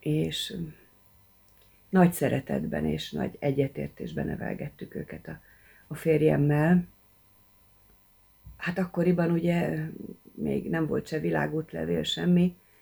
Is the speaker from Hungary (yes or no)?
yes; Hungary; moved away as an adult; also born or lived in Frankfurt, Germany; hogy magyarok vagyunk